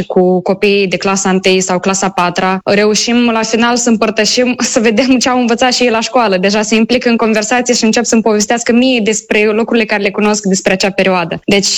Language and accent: Romanian; Moldova